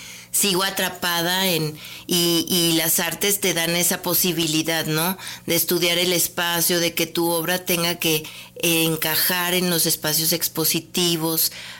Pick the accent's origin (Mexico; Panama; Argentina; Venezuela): Mexico; Aguascalientes; con lo que yo vivo en mi entorno, en mi país, con lo que yo he crecido plásticamente en Aguascalientes